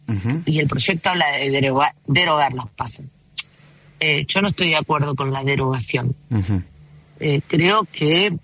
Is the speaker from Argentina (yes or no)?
yes; Argentina